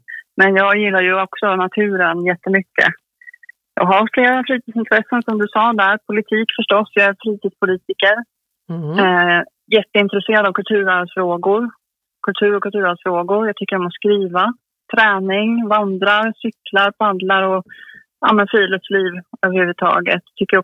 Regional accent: Örebro, Örebro County, Sweden; moved away as an adult; also born or lived in Skåne; Jag bor i Örebro. Jag är uppvuxen i Örebro, har bott där hela barndomen och flyttade sen för studier. Så sen har jag bott på några olika städer i Sverige.

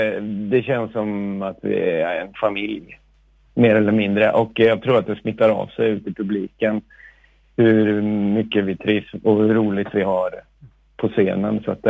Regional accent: Norrköping, Östergötland, Sweden; moved away; Både Bruno, Peter och jag är från Norrköping ursprungligen, men har flugit iväg.

